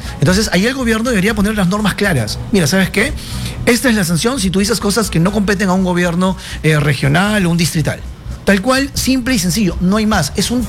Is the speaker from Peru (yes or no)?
yes; Lima, Peru; born there; Yo nací en Lima, mi mamá es de Lima, mi papá es Cajamarca, conozco la realidad de provincia